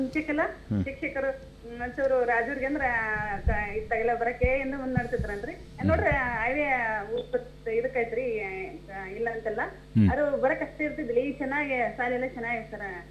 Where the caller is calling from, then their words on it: Kukanur, Karnataka, India; Kunur Koppa district sir.